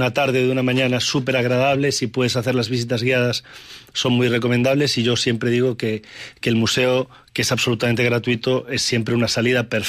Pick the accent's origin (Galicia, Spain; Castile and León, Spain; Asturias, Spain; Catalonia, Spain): Galicia, Spain; como gallegos que fuimos pueblo emigrante